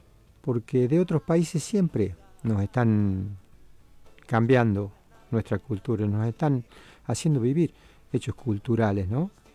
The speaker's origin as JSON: {"language": "Spanish", "country": "Argentina", "said": "nosotros somos argentinos"}